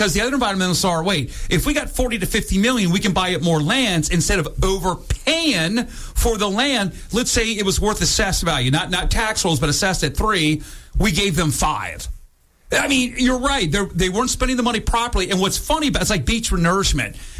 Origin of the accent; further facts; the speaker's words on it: Scotland, United Kingdom; I golf at certain times of the season when it's cheap because I'm a Scotsman.